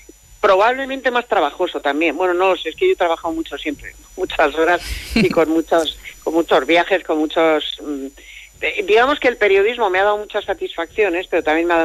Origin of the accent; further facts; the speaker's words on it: Spain; a mí me avergüenza como española